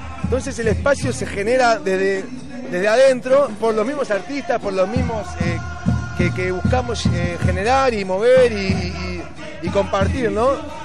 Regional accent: Buenos Aires, Argentina; born there; yo nací en Pompeya y Parque Patricio, somos pegados, somos casi lo mismo.

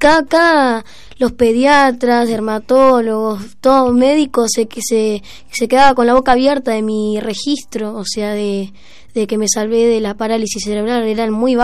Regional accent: Montevideo, Uruguay; tengo 10 años y vengo de Uruguay, Montevideo.

